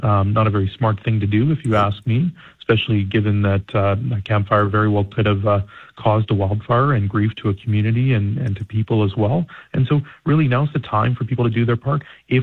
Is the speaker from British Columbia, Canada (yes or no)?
yes; British Columbia, Canada; Now is the time for us as British Columbians to dig deep and do our part as well.